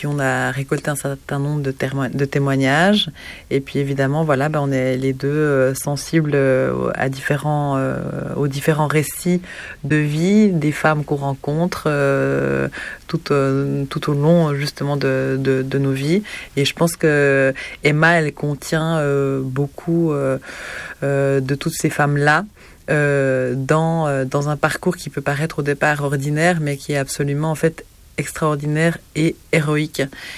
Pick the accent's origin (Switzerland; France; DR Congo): Switzerland; Moi, en tant que Suissesse